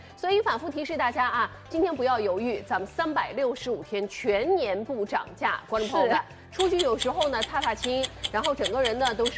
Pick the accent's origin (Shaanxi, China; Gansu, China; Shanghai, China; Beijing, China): Shanghai, China